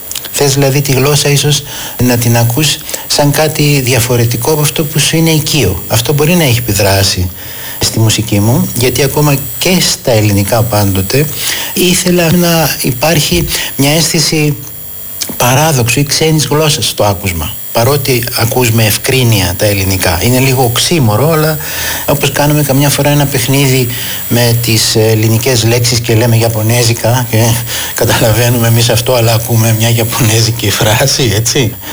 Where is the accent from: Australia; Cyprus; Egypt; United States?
Egypt; Cairo, Cairo Governorate; Στο Κάιρο, επειδή ξέρεις, η ήχη είναι μια κατάσταση του δρόμου